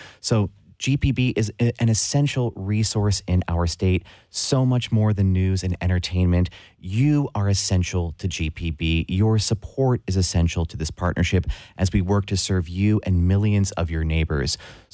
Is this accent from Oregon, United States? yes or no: no; Alpharetta, Georgia, United States; We've heard from Linda Lyle in my hometown of Alpharetta, Georgia.